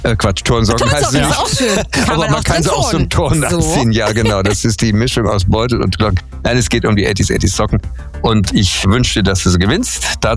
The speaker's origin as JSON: {"language": "German", "town": "Dortmund", "region": "North Rhine-Westphalia", "country": "Germany", "tie": "born there", "said": "Ja, ich bin in Dortmund geboren, da weiß ich auch, wo Oberhausen ist, ne?"}